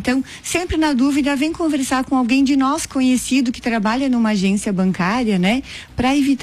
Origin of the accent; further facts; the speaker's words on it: Rio Grande do Sul, Brazil; accent: our local accent; às vezes até o sotaque nosso aqui, eu digo, tu consegue reconhecer que é uma pessoa daqui.